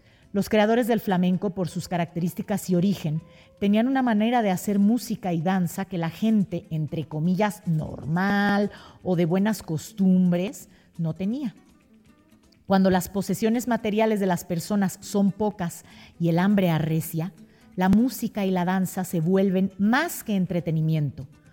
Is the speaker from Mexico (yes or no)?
yes; Mexico City, Mexico; Adrián y yo somos de la Ciudad de México.